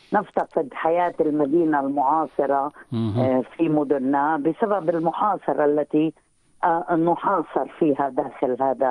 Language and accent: Arabic; Nazareth, Northern District, Israel; also born or lived in Acre; now in Haifa, Israel; وكبرت في الناصرة وأنهيت دراستي الثانوية، وبعدها خلال الدراسة الجامعية تعرفت على من يصبح بعد ذلك زوجي وهو من عكا، وبالتالي يعني انتقلت للحياة في عكا في العام 87، وما زلت أسكن في حيفا